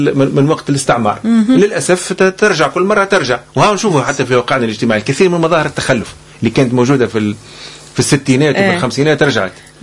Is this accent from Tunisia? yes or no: yes; Tunisia